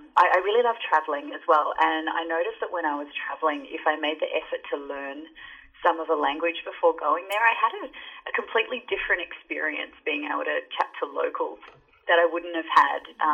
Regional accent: Australia; moved away as an adult; So I grew up in Australia. I just moved here last year, actually. I grew up in a beach town in Australia near the coast and grew up surfing and doing lots of outdoors activities.

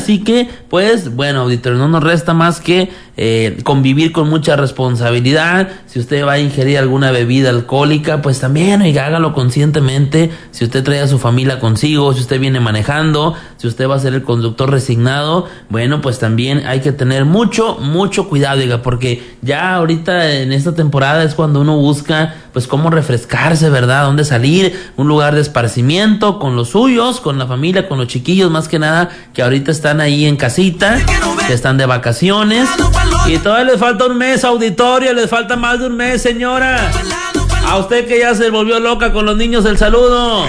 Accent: Zaragoza, Coahuila, Mexico; Allá en mi natal Zaragoza, allá en las tierras del alcalde Belio Vara

